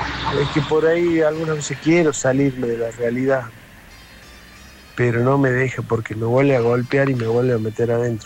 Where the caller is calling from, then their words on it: Argentina; espero que los argentinos, a medida que vaya pasando, empecemos a madurar